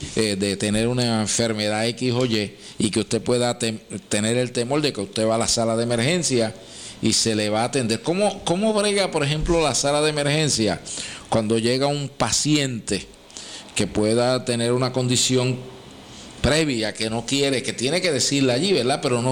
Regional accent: Sabana Grande, Puerto Rico; y soy de Sabana Grande, yo puedo ir al hospital de Sabana Grande

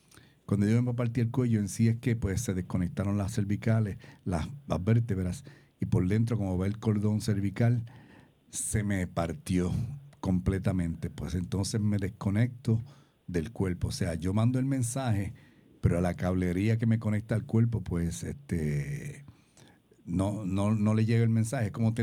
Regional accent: Puerto Rico; Y yo vivo en Puerto Rico, soy ahora el único puertorriqueño que vive en Puerto Rico, que participa de este deporte en Estados Unidos, y el más viejo también que está jugando.

